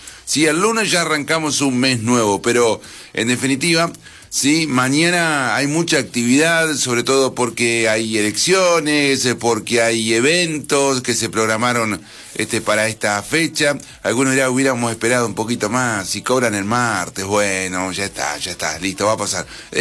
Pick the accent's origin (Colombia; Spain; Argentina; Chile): Argentina; Somos bien argentinos